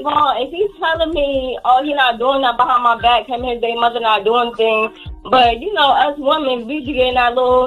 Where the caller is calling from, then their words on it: Newark, New Jersey, United States; I'm calling from Newark.